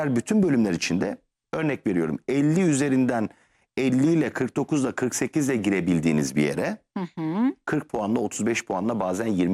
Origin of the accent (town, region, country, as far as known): Aydın, Turkey; born or raised there